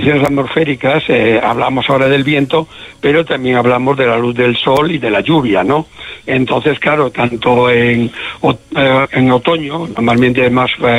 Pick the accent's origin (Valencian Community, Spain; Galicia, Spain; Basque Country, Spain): Galicia, Spain; Como buen gallego voy allí.